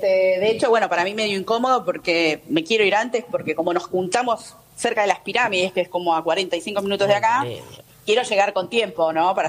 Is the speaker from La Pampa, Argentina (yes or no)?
no; Buenos Aires, Argentina; moved away as an adult; now in Egypt; yo me sentía más observada viviendo en Argentina usando pañuelo en la cabeza que acá, cuando no usaba pañuelo.